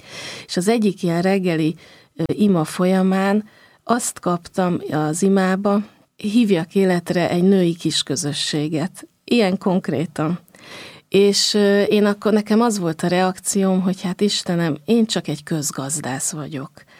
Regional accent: Budapest, Hungary; Budai vár mellett az első kerületben nőttem föl, és a városmajori templomba jártunk templomba.

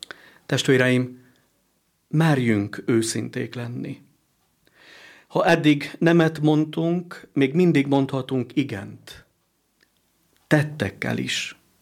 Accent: Szeleste, Vas, Hungary; Egy kis faluban nőttem föl, Vas megyében, Szelestén, és a családomról azt lehet tudni, hogy anyai oldalról vallásos, hagyományos hívő család

